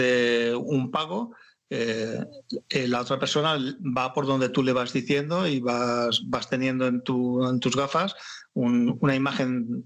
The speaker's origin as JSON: {"language": "Spanish", "town": "Lleida", "region": "Catalonia", "country": "Spain", "moved": "yes", "lives_now": "Penedès, Spain", "said": "como soy de Lleida"}